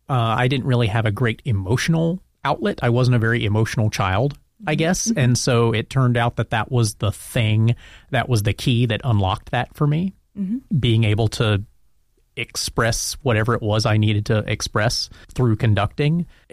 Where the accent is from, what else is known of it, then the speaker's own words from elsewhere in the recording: North Carolina, United States; So I'm from North Carolina, and my wife and I live there with our dogs now.